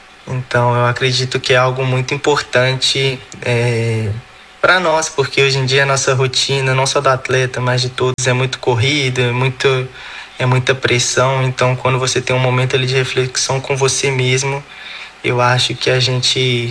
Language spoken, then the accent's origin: Portuguese; Belo Horizonte, Minas Gerais, Brazil; now in Leverkusen, Germany; eu sou natural de Belo Horizonte, tenho 23 anos de idade, eu tô indo pro meu terceiro ano aqui na Europa